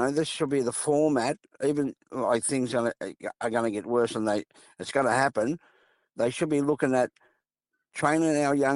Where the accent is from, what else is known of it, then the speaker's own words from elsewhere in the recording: Sydney, New South Wales, Australia; We grew up in South Sydney, Redfern All Blacks we played for